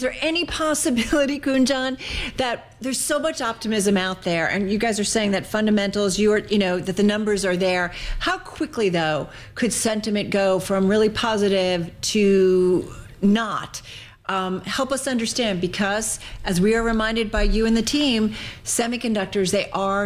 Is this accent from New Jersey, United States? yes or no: yes; New Jersey, United States; Actually, in my home state, not politics, but maybe a little bit of a discovery.